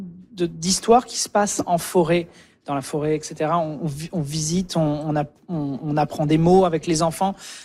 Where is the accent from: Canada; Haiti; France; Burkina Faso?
Canada; Saguenay, Quebec; born there; Dubuc, dans ma ville natale.